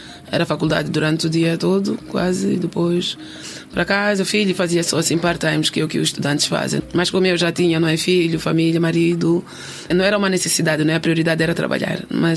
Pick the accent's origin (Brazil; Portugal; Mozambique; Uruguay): Mozambique; now in Norway; Tem coisas que são inegociáveis para mim como moçambicana. O primeiro é vir para Moçambique pelo menos uma vez por ano